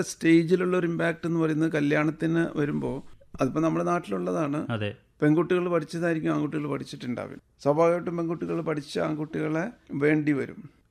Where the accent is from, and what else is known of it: Kerala, India